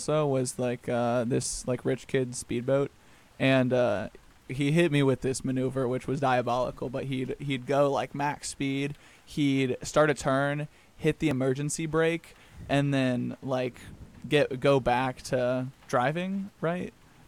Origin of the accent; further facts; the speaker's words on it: United States; a much smaller lake near my hometown, mm-hmm. In Tinyville, USA, and not a real place